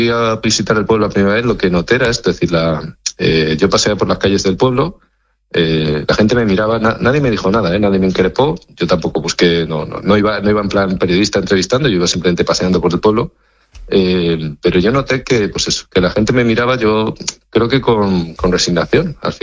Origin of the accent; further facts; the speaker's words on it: Extremadura, Spain; Yo soy extremeño, pero bueno, vivo un poquito lejos de allí.